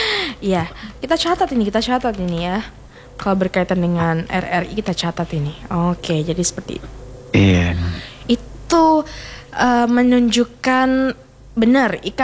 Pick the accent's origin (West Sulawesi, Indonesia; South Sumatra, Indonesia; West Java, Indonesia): West Sulawesi, Indonesia; Polewali Mandar; born there; now in Makassar, Indonesia; bukan berarti saya tidak cinta tanah kelahiran saya di Polman sana